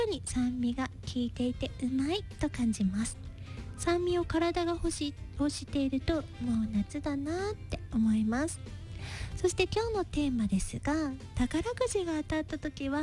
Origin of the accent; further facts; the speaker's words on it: Tokushima, Japan; moved away; 私徳島出身やったから、あーもうわややわとか言うよね。